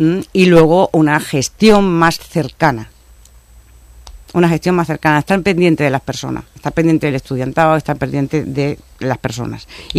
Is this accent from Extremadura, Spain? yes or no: yes; Llerena, Extremadura, Spain; Yo, por ejemplo, soy de Campiña